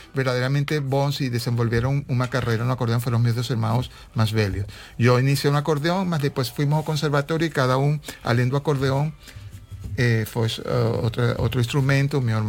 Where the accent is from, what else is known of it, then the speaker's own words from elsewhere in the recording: Venezuela; first language Spanish; Portuguese is a second language; moved away as an adult; now in Portugal; Sou venezuelano, sim, senhora. Venezuelano há já 30 anos em Portugal, embora o meu sotaque não desaparece, não parece que tenho tantos anos.